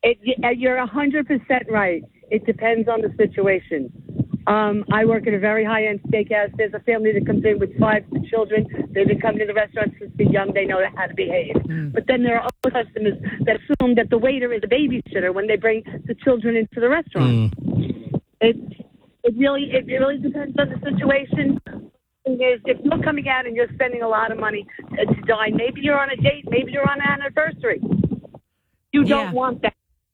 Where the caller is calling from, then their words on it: Long Beach, New Jersey, United States; I'm from Long Beach.